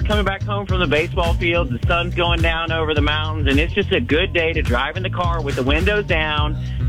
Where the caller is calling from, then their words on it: Tennessee, United States; I have Webb and Finn with me. We're calling from Tennessee.